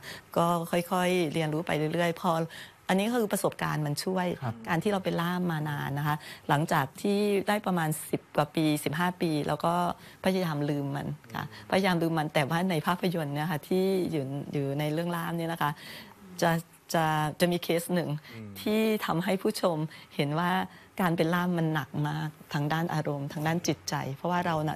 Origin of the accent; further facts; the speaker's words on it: Isan, Thailand; คนอีสานนี่แหละคนอีสานบ้านเฮานี่แหละ